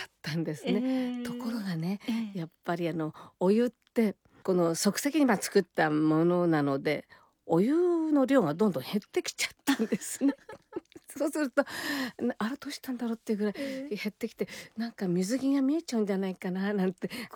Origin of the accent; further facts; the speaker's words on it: Kyoto, Japan; born there; accent: Kansai dialect; 京都で生まれて、まあ、関西弁だったので